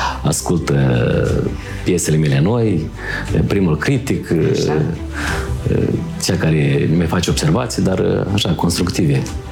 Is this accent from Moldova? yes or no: yes; Telenești, Telenești District, Moldova; Eu sunt, am zis că sunt de la Telenești.